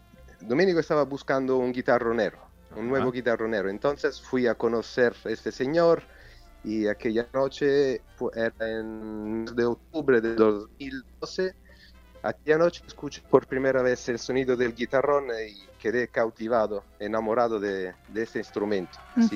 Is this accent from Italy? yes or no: yes; Rome, Lazio, Italy; Spanish is a second language; Así es, de Romatitlán. Aquí somos.